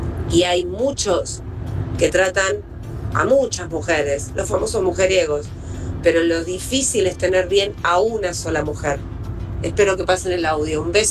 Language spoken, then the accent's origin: Spanish; Turdera, Buenos Aires Province, Argentina; soy de Turdera, fanática de San Lorenzo.